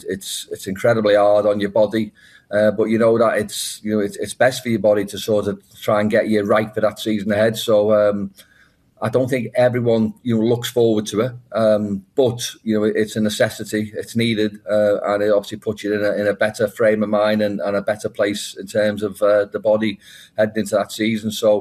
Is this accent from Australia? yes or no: no; Liverpool, North West England, United Kingdom; I'm from Liverpool, home